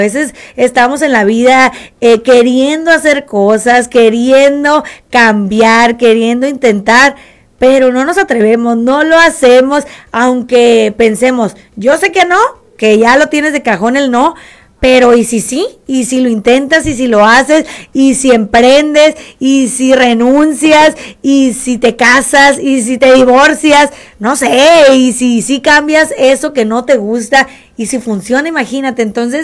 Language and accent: Spanish; Mexico; como decimos los buenos mexicanos